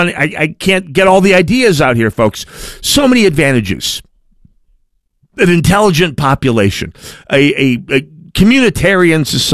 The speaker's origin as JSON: {"language": "English", "region": "Minnesota", "country": "United States", "tie": "born there", "said": "never mind the fact that I was born in Minnesota"}